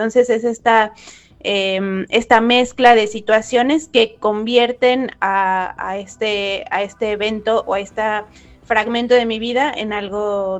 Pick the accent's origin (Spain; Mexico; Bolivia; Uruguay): Mexico; now in Buenos Aires, Argentina; soy mexicana, soy locutora, me recibí el año pasado aquí en Buenos Aires como locutora nacional